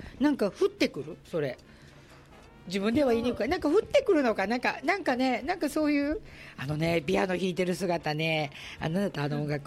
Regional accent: Osaka, Japan; 若干ね私も大阪人なのでズケズケと、KY とか全然、普通に行くんで

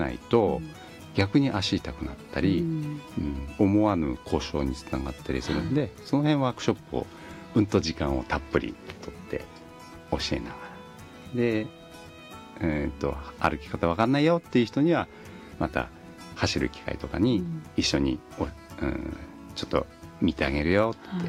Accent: Kurobe, Toyama, Japan; also born or lived in Tokyo; now in Koriyama, Japan; もともとは、はい、遠い遠い富山県の宇奈月温泉ってとこが出身です。

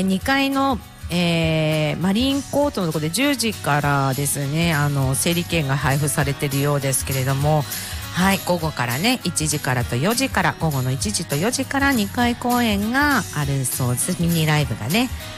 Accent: Iwaki, Fukushima, Japan; 保育所の時ね、小名浜のここのね、ハマイオンからもうちょっと少し行くと

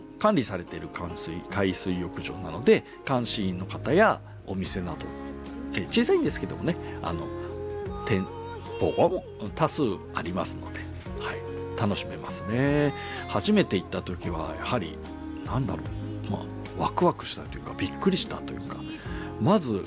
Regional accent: Hokkaido, Japan; 僕ずっと北海道生まれ北海道育ちですからね

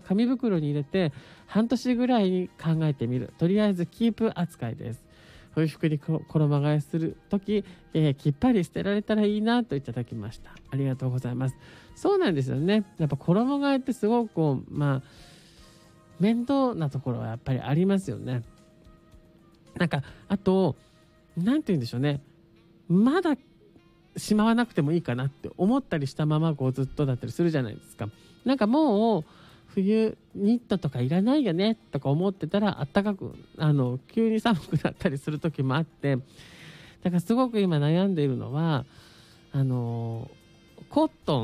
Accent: Yamanashi, Japan; now in Tokyo, Japan; 私が出ました山梨県にね、

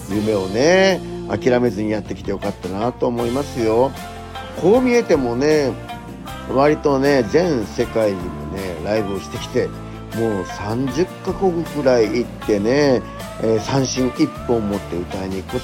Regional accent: Naha, Okinawa, Japan; moved away as an adult; now in Tokyo, Japan; 両親は宮古島の出身で、僕はねずっと那覇の首里で育ちました。二十歳までね首里で育って、それから歌をね、歌手を目指すって言ってね、上京していったんだよね。もうすっかりね、今はもう都会の方がね長くなって

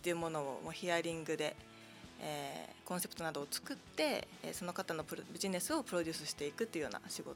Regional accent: Okinawa, Japan; 生まれも育ちも。

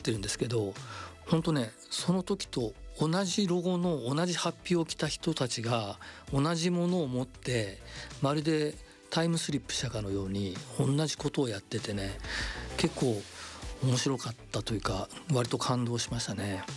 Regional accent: Ise, Mie, Japan; 僕も伊勢出身なんで子供の時にかすかにそれをやった覚えがあるんですね。

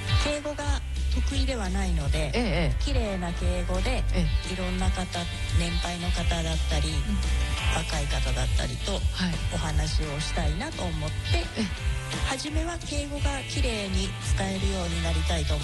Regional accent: Nagoya, Aichi, Japan; 私名古屋出身なので通じます、

